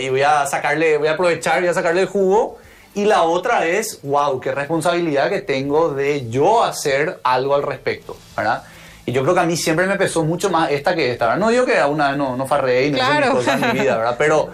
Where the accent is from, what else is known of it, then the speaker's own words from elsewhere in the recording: Paraguay; born there; de los que nacimos fuera de pobreza en Paraguay